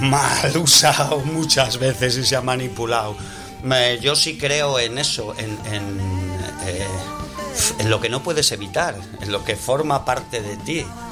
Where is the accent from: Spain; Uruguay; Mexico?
Spain; Guarnizo, Cantabria; born or raised there; moved away